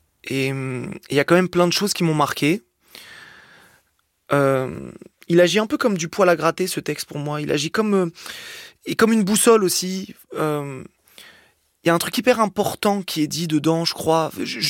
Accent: Algeria; Et en plus, moi, en tant qu'Algérien, il y a évidemment le rapport entre l'Algérie et la France est particulier.

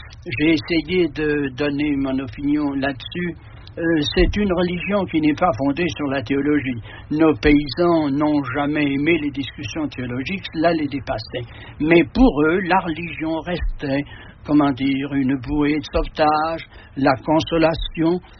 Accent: Lezoux, Auvergne-Rhône-Alpes, France; Ce que j'appelle la Limagne du Nord-Est, c'est-à-dire d'Orion à Puyhomme, rendant Lezoux, mon pays natal.

